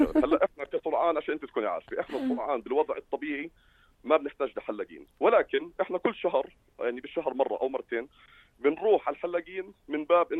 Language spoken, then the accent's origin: Arabic; Aqaba, Aqaba Governorate, Jordan; now in Amman, Jordan; حتى عائلتي مقيمين بالعقبة بالمناسبة، وأنا ابن العقبة